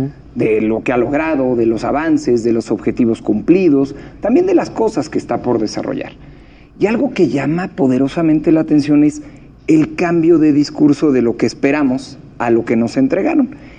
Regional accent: Querétaro, Mexico; lo digo como provinciano de mi Querétaro lindo

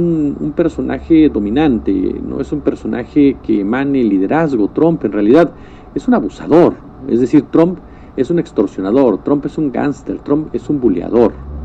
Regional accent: Mexico

